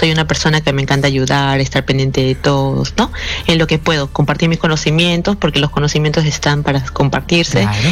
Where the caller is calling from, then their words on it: Lima, Peru; de Los Olivos. Mi fecha de nacimiento es el 18 de enero del 97.